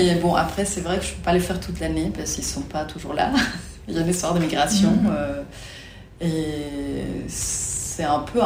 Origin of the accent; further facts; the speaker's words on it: Ensenada, Baja California, Mexico; moved away; also born or lived in Mexico City; Moi je viens de Mexico, mais j'ai grandi dans une toute petite ville qui s'appelle Ensenada, donc pas loin de la frontière avec les États-Unis.